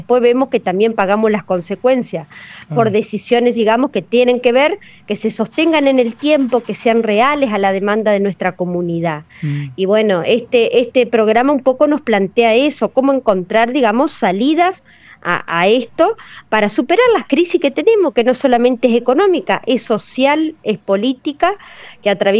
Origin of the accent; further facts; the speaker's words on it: Entre Ríos, Argentina; fuimos 2 argentinas las que quedamos seleccionadas y justamente 2 entrerrianas